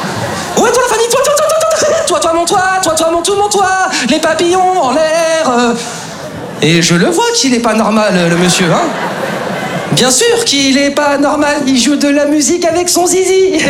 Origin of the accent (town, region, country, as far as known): Lyon, Auvergne-Rhône-Alpes, France; now in Paris, France